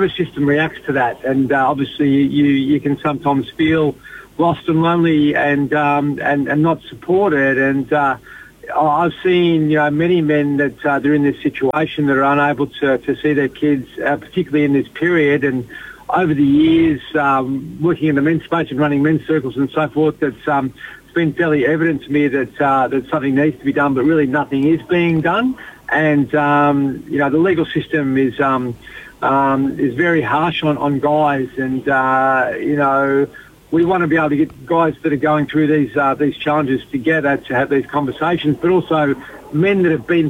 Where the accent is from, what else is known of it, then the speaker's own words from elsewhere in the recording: Horsham, Victoria, Australia; Yeah, I'm originally from Horsham